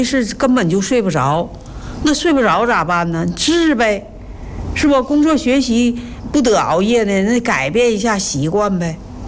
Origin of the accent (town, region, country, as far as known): China